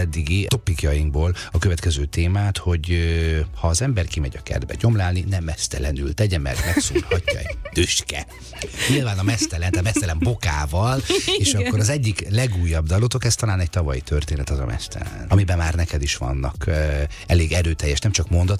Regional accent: Debrecen, Hajdú-Bihar, Hungary; born there; Legutóbb kis szülővárosomban, Debrecenben voltatok.

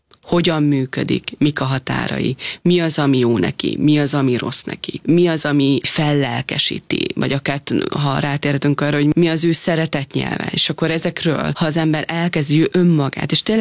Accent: Hungary

